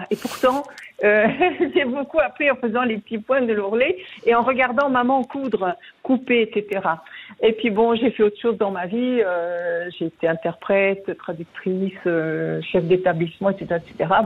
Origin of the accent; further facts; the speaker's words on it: France; now in Switzerland; je suis française d'origine